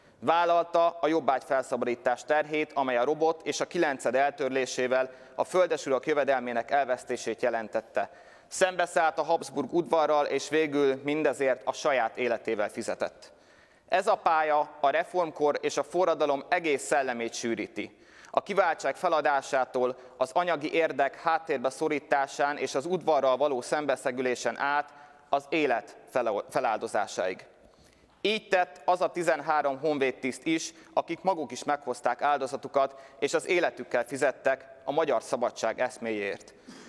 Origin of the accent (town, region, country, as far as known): Hungary